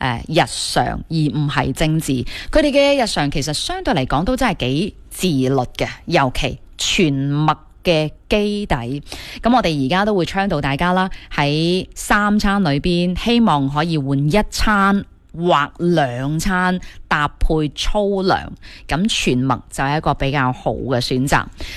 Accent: Guangdong, China

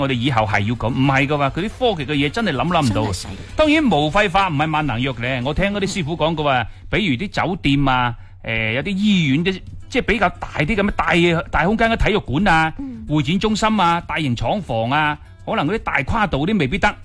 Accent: Guangdong, China

